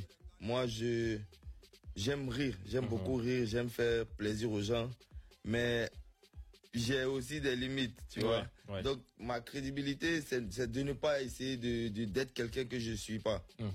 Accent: Abidjan, Côte d’Ivoire; moi, j'ai grandi à Cocody, au Val d'Ouen 2, qui est un quartier bien tranquille.

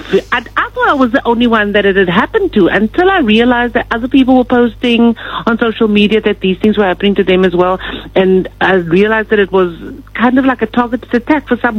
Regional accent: Cape Town, Western Cape, South Africa; And I grew up in Mitchell's Plains, so I have no excuse.

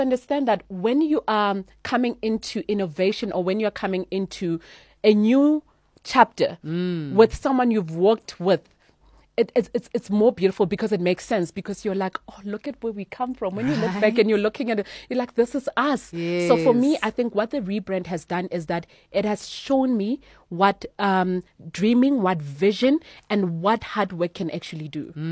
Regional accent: Pretoria, Gauteng, South Africa; I'm from Pretoria.

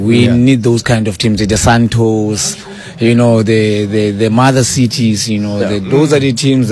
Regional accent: Cape Town, Western Cape, South Africa; moved away; I feel like I'm still at home because I grew up in Cape Town.

